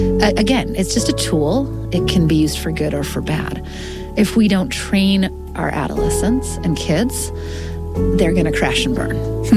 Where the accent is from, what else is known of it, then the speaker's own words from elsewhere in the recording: Utah, United States; so I'm from Utah